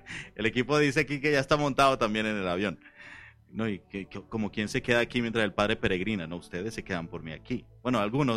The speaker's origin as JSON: {"language": "Spanish", "country": "Colombia", "said": "por Colombia, porque es un día patrio, por supuesto, pero además tendremos un festival típicos de mi tierra."}